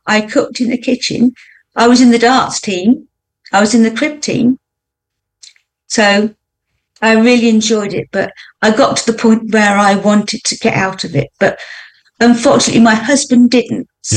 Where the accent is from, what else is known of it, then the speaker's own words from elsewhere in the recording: Oxford, South East England, United Kingdom; I think it's more friendly. I was born in Oxford, brought up in Oxford.